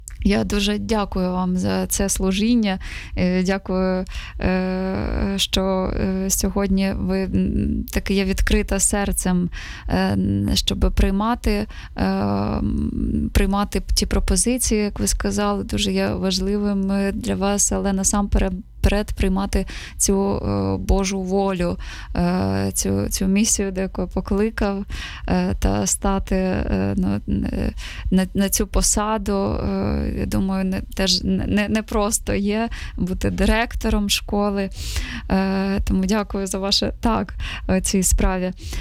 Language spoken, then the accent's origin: Ukrainian; Zaporizhzhia, Zaporizhzhia Oblast, Ukraine; Ну, мої рідні в Запоріжжі та моє рідне місто